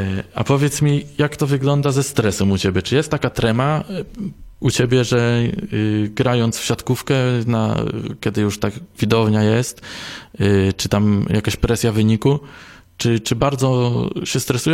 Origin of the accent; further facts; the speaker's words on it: Pomeranian Voivodeship, Poland; A ja jestem z Kaszub, więc u mnie na Kaszubach to jeszcze 20-30 centymetrów.